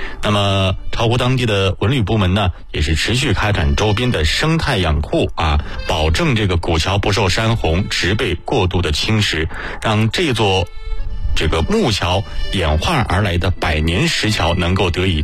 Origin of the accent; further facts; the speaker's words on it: Hefei, Anhui, China; 和大家来继续聊一聊咱们合肥人自己的故事。